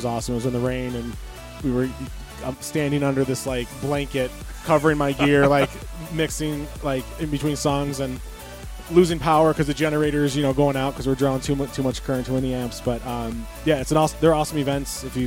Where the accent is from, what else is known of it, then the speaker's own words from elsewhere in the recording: Toledo, Ohio, United States; I'm from Toledo, if you don't know that. So I do play a lot of gigs in Toledo